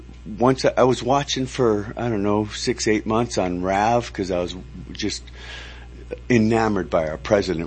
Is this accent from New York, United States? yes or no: yes; Buffalo, New York, United States; born there; And I was born in Buffalo